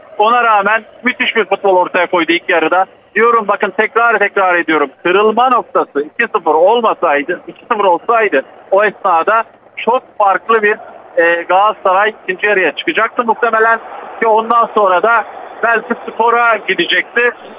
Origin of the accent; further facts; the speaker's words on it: Adana, Turkey; Sadece kendi takımımız var. Memleketimizin takımı. Adana Demirsporluyum.